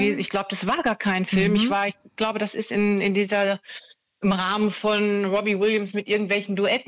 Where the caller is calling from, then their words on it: Berlin, Germany; Aus Schöneberg.